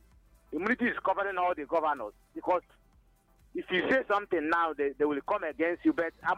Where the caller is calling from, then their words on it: Inyaba, Ebonyi, Nigeria; I'm reaching you from Nkomo Road, which is located in Inyaba, Development Center of Ebonyi State.